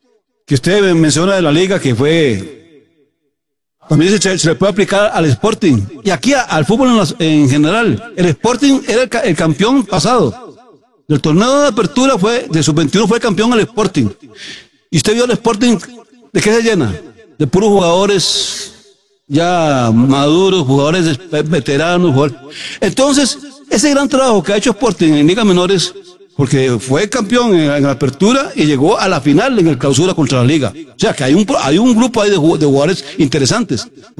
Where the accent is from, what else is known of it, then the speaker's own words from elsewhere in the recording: Golfito, Puntarenas, Costa Rica; ¿Cuándo se habla de Golfiteño? No me lo meta ahí porque es de mi pueblo. Es Golfiteño.